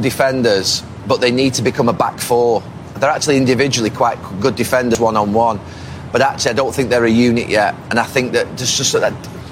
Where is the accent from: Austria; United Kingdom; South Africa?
United Kingdom; England